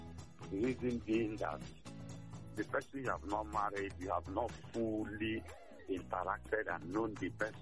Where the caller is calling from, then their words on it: Aba, Abia, Nigeria; I'm calling from Aba. I'm a lawyer.